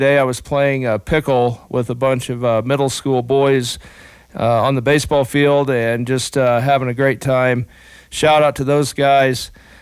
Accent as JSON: {"language": "English", "region": "Midwest", "country": "United States", "tie": "born or raised there", "said": "I grew up in the Midwest"}